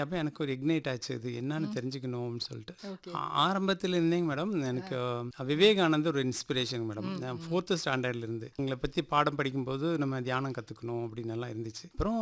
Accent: Tamil Nadu, India; என்னோட சொந்த ஊர் வந்து தாலக்கரை நல்லிக்குண்டன் பாளையம் பொள்ளாச்சி வட்டாங்க மேடம். என்னோட படிப்பெல்லாம் டி காளிப்பாளையம்னு ஒரு வில்லேஜ், அங்கே என்னுடைய 10th வரைக்கும் அங்கே இருந்தேன், SSLC அங்கே முடித்தேன்.

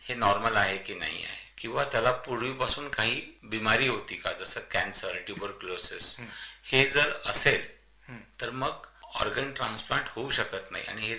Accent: Amravati, Maharashtra, India; मी अमरावतीचा आहे

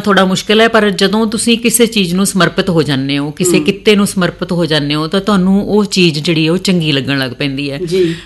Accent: Punjab, India; ਸ਼ਾਦੀ ਵੀ ਬਹੁਤ ਨੇੜੇ ਹੋਈ, ਮੇਰੇ ਪਿੰਡ ਤੋਂ ਕੋਈ ਤਕਰੀਬਨ 6 ਕਿਲੋਮੀਟਰ ਦੂਰ ਕਸਬਾ ਸੁਲਤਾਨਪੁਰ ਲੋਧੀ, ਜਿੱਥੇ ਮੇਰੀ ਸ਼ਾਦੀ ਹੋਈ।

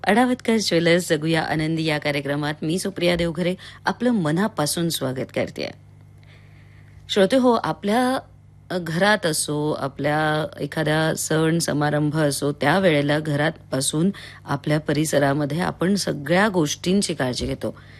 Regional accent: Nashik, Maharashtra, India

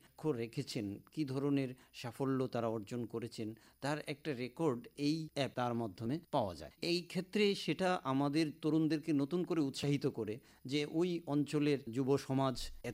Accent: India; আমরা দেশের যারা ভারতীয় আমরা রয়েছি, আমাদের প্রত্যেকের উচিত যে এই সমস্ত প্রকল্পগুলিতে এগিয়ে যাওয়া।

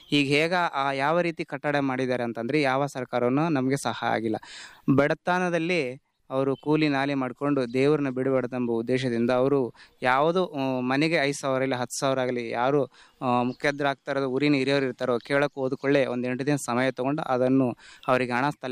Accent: Hanumadoddi, Karnataka, India

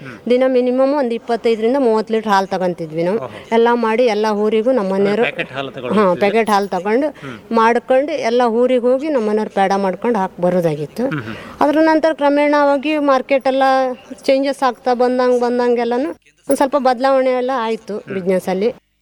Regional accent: Honnavar, Karnataka, India; also born or lived in Hassan; ಹೊನ್ನಾವರದವರೇ sir ನಾವು ಮೂಲತಃ. ಅಂದರೆ ನಮ್ಮ ಮನೆಯವರು ಅದ್ರ ಮುಂಚೆ ಎಲ್ಲ ಊರಲ್ಲಿ ಎಲ್ಲ ಬಾಡಿಗೆ ಇದ್ದಿದ್ರು. ಹೊನ್ನಾವರದಲ್ಲಿ ಬಾಡಿಗೆ ಇದ್ದಿದ್ರು. ನಾನು ಹೊನ್ನಾವರದವಳೆ ಮೂಲತಃ ತಾಯಿ ಮನೆ.

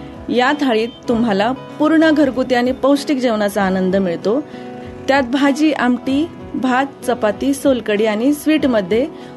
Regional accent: Maharashtra, India; हो, कारण मी कोकणातलीच आहे. तिथले मसाले, तिथली पद्धत सगळं इथं तसंच आणलंय.

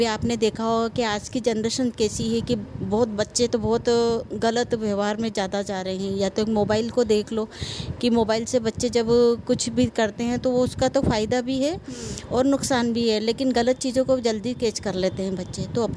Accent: Jhalawar, Rajasthan, India; मैं झालावाड़ की रहने वाली हूँ और एक गृहिणी हूँ

